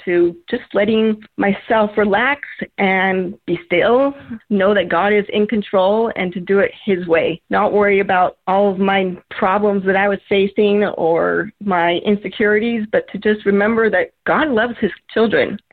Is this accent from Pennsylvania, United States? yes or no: no; West Valley City, Utah, United States; I'm from West Valley City, Utah